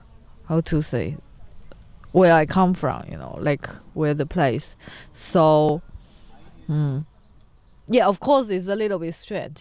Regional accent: China; English is a second language; moved away as an adult; now in Łódź, Poland; I come from China

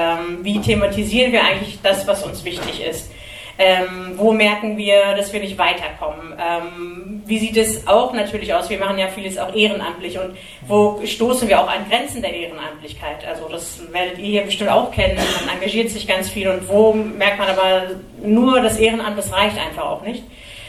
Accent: Germany; Also ich persönlich bin nicht nur Isidin natürlich, ich bin auch eine Frau. Ich bin auch Deutsche, ich bin Kurdin, ich bin Isidin.

